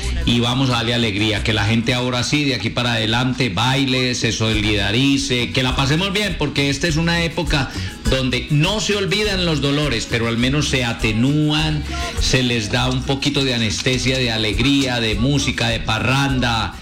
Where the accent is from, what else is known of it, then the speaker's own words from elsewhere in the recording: Antioquia, Colombia; de Colombia, de mi país, de mi tierra paisa, de Colombia en general